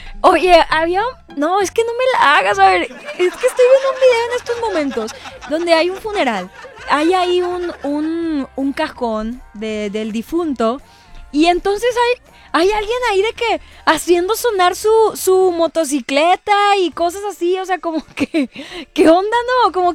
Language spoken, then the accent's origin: Spanish; Mexico